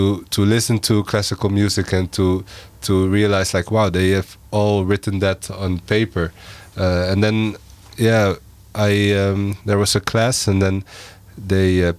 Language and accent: English; Utrecht, Netherlands; I'm from Utrecht.